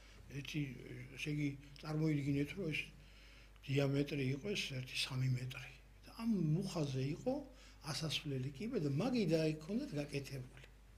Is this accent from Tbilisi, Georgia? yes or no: no; Khashuri, Shida Kartli, Georgia; ხაშურში და გავიზარდე სკოლა იგი დავამთავრე და ხაშურში იყო ეკლესია.